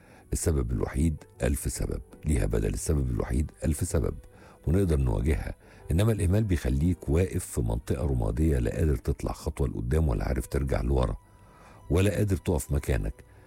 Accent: Faiyum, Faiyum Governorate, Egypt; من الفيوم،

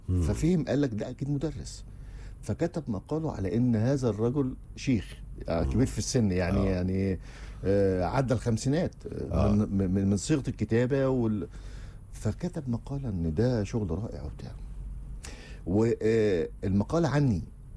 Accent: Mansoura, Dakahlia, Egypt; فبدات ابعت للاستاذ عبد المجيد نعمان رئيس تحرير مجله الاهلي موضوعات عن دوري المدارس في المنصوره، حكم ان انا من المنصوره

